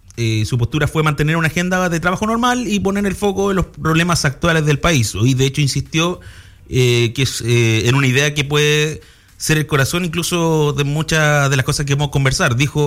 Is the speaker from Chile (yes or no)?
yes; Chile; volver a sentirnos que todos somos chilenos